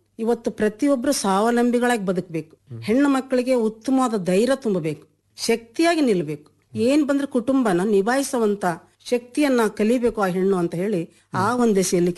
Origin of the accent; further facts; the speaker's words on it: Shivamogga district, Karnataka, India; ಬೆಂಗಳೂರಿನಲ್ಲಿ ನಮ್ಮ ಶಿವಮೊಗ್ಗ ಜಿಲ್ಲೆ ನಾನು ಒಬ್ಳೆ ಭಾಗವಹಿಸಿದ್ದೆ.